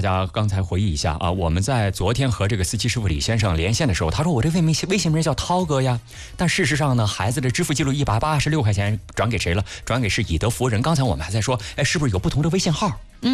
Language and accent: Chinese; Dingzhou, Hebei, China; 我老家定州这边